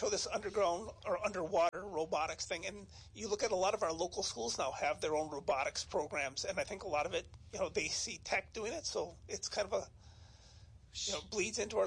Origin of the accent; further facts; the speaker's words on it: Iron River, Michigan, United States; But no, I grew up 90 minutes away. I grew up in Iron River.